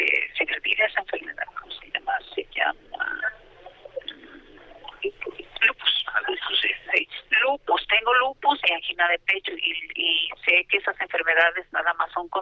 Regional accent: Hierbabuena, Nayarit, Mexico; Yo vengo de la Hierbabuena, municipio de Matlán de Cañas, Nayarit.

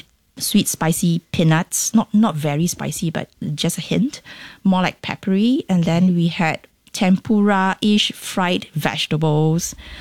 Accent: Singapore; I mean, being Singaporean, I'm like, okay, this is unusual

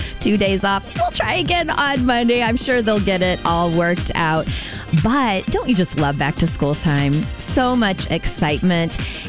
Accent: Metamora, United States; Listen, I went to my hometown, Metamora, and the memories came flooding in.

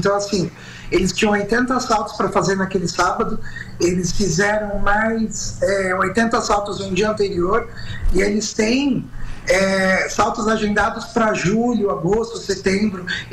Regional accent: São Paulo, Brazil; Eu sou do litoral, aqui da Baixada.

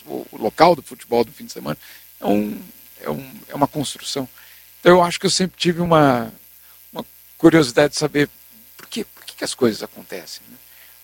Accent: Brazil; moved away as an adult; now in Switzerland; eu sei que eu sou brasileiro. Eu só tenho passaporte brasileiro. Então eu tenho certeza que eu sou brasileiro. É, mas ao mesmo tempo eu tenho certeza que ao não morar no Brasil, eu perco muitas das gírias

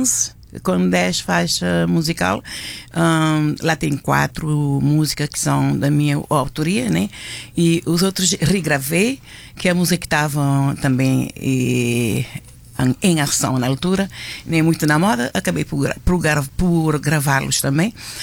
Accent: Santiago, Cape Verde; also born or lived in Fogo; now in Portugal; Eu sou natural da Ilha do Fogo, Nossa Senhora da Conceição. Cresci na praia, Ilha de Santiago, Cabo Verde. E agora vivo aqui há 11 anos.

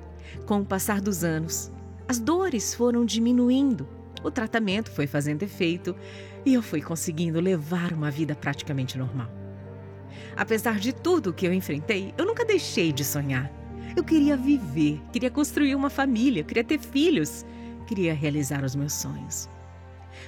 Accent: Pará, Brazil; born there; eu nasci no Pará

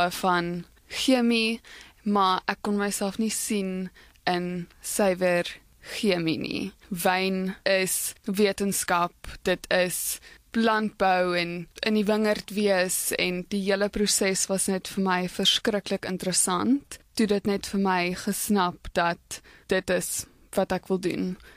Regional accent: Mossel Bay, Western Cape, South Africa; In Mosselbaai, so glad nie naas en by in enige wynlande nie.

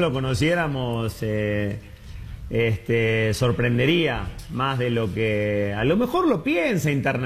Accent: Mexico; Yo soy mexicano, soy mexicano.

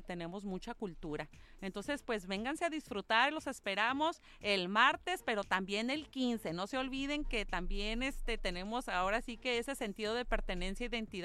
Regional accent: Mexico; now in Ensenada, Mexico; como mexicanos que somos

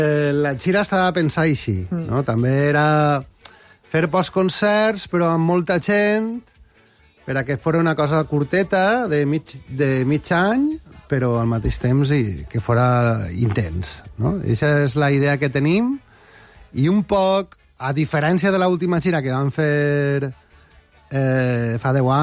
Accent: Pego, Valencian Community, Spain; som de Pego i és una cosa que mos estira molt

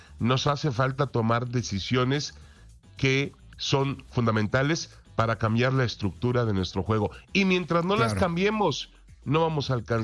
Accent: Mexico; Nada iba a cambiar, si México es campeón del mundo, nada iba a cambiar en los muchos problemas que confrontamos los mexicanos todos los días, eso está claro, ¿no?

